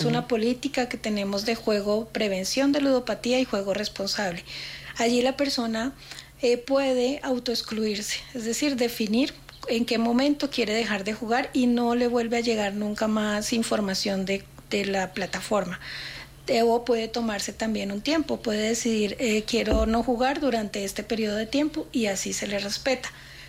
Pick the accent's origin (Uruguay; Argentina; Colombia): Colombia; now in Ecuador; Yo soy colombiana